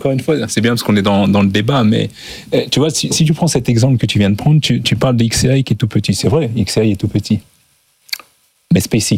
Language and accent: French; France; nous, en tant que Français